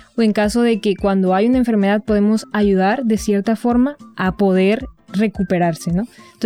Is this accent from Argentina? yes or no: no; Mexico; vengo desde México.